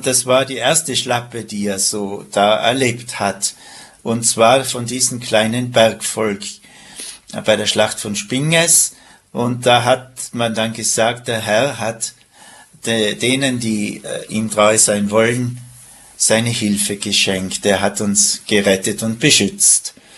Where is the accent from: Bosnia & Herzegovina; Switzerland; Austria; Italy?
Austria; Tyrol; Als Tiroler